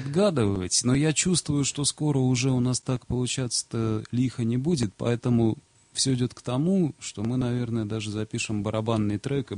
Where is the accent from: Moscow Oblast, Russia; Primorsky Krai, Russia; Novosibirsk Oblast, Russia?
Moscow Oblast, Russia; Chekhov; also born or lived in Kazan / Baltics; Родился в Казани, в городе. Отец военный у меня. Мы переехали после моего рождения где-то сразу.